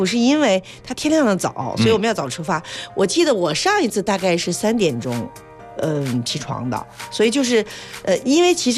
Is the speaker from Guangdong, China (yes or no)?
no; Beijing, China; 我们北京人